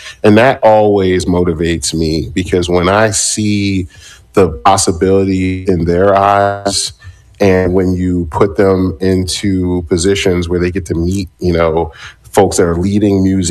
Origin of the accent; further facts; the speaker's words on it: Philadelphia, Pennsylvania, United States; I'm born and raised in Philadelphia, product of William Cullen Bryant Elementary School